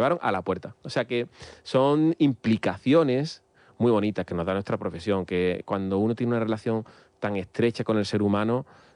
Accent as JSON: {"language": "Spanish", "region": "Andalusia", "country": "Spain", "moved": "yes", "lives_now": "Madrid, Spain", "said": "Yo que soy andaluz, pues Vallecas puede ser lo que más se parece a Andalucía, ¿no?"}